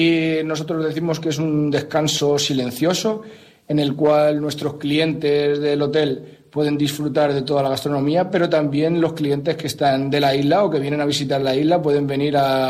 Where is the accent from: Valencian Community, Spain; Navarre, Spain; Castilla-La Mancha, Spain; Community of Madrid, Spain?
Community of Madrid, Spain; Madrid; now in Lanzarote, Spain; Yo soy de Madrid, una persona que me ha gustado la cocina siempre, y que cuando llegué aquí a Lanzarote